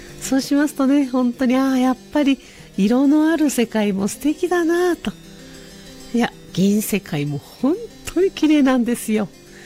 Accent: Kyoto, Japan; born there; also born or lived in United States / Osaka; now in Hokkaido, Japan; もともと京都の生まれで、それからアメリカに行ったり大阪に行ったりしながら北海道に来ましたなどという人間は、北海道といえばですね、親戚はもちろん誰もいません。

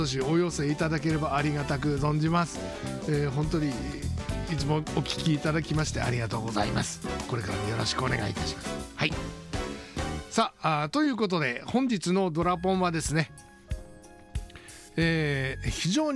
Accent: Fukushima, Japan; 私たち福島県人にとってはね、胸を張って言いたいところでございます。福島出身です。まあ、正確に言うとちょっと違うんだけど、ちょっと違ったりするんだけども、基本福島出身ということ

